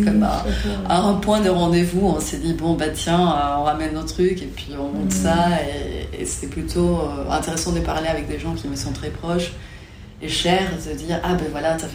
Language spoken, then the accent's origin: French; Mexico; now in Marseille, France; Donc, c'est vrai que Marseille, ça ressemble en quelque sorte à cette ville dans laquelle j'ai grandi au Mexique.